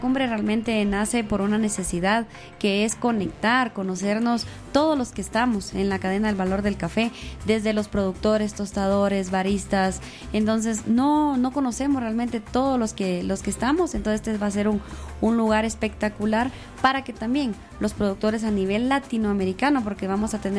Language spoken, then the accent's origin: Spanish; Honduras; now in Ecuador; Yo soy hondureña, pero trabajamos con café ecuatoriano.